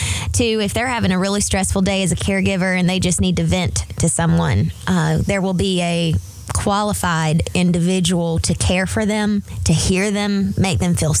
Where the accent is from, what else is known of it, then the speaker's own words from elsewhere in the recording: North Carolina, United States; I grew up in Robeson County, so I have friends. I got to give my shout out to my people.